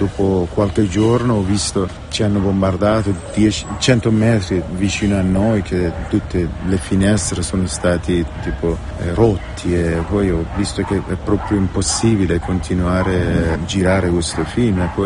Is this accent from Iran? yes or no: yes; Iran